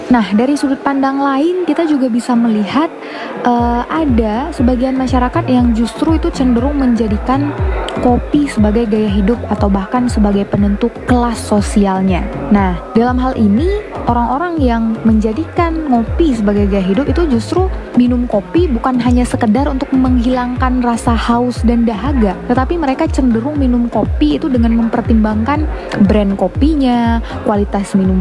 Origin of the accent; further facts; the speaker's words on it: Aceh, Indonesia; masyarakat kita Aceh